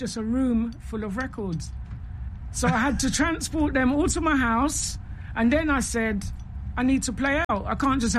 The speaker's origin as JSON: {"language": "English", "region": "London", "country": "United Kingdom", "tie": "born there", "said": "I was born in London, in Clapton. My parents are from Grenada."}